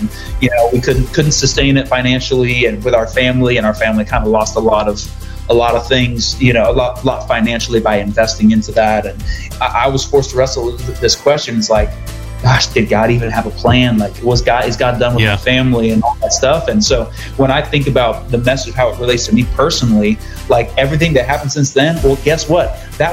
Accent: Rhode Island, United States; my family, we planted a church in Rhode Island when I was, which is where I'm from Rhode Island. When I was, we planted a church when I was a teenager.

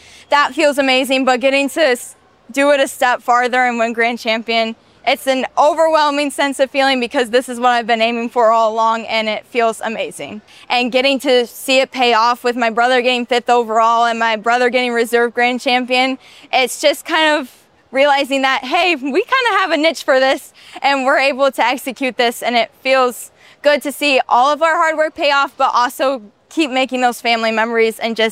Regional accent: Ohio, United States; I'm from Fulton County, and I'm a part of the Pettisville FFA chapter where I show my market broilers.

